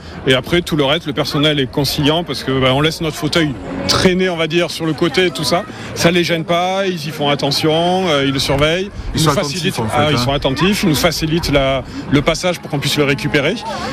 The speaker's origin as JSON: {"language": "French", "town": "Toulouse", "region": "Occitanie", "country": "France", "said": "je viens de Toulouse et on est venu retrouver des amis au parc Spirou."}